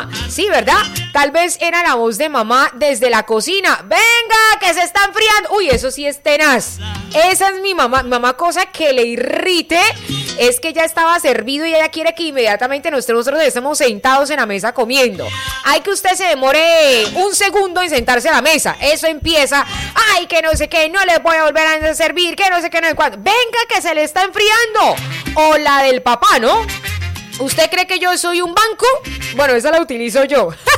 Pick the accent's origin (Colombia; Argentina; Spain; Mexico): Colombia